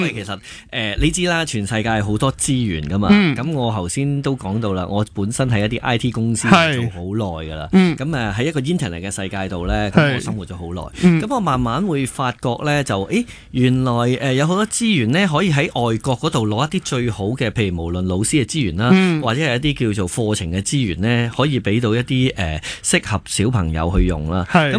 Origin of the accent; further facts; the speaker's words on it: Hong Kong; 咁我自己即系都土生土长嘅香港人啊！